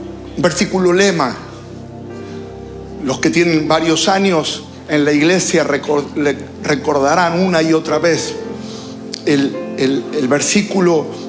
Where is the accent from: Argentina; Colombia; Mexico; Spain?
Argentina